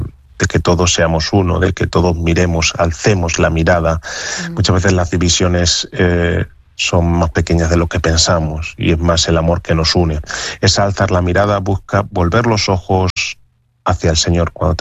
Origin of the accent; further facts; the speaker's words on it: Spain; somos los españoles